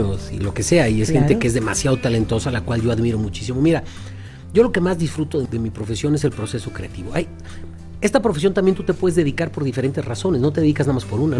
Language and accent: Spanish; Mexico; el hilo conductor son los usos y costumbres de cómo somos los mexicanos.